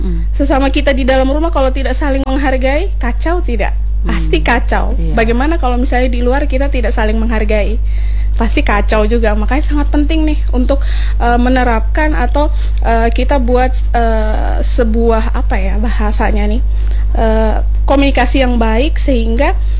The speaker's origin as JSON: {"language": "Indonesian", "town": "Alor", "region": "East Nusa Tenggara", "country": "Indonesia", "said": "Karena memang di Alor itu, saya kebetulan dari Alor, di Alor itu kami bahkan dalam satu rumah itu banyak agamanya, bahasanya seperti itu."}